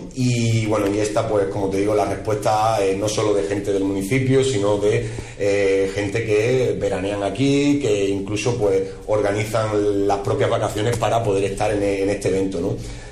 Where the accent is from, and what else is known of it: Lepe, Andalusia, Spain